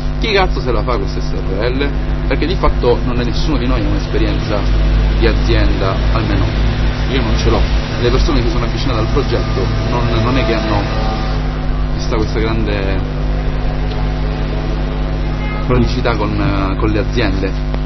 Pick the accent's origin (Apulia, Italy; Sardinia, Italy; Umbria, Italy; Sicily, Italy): Sicily, Italy